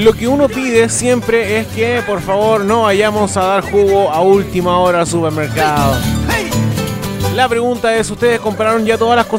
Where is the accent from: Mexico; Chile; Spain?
Chile; Sabemos que somos chilenos y que todo lo hacemos a última hora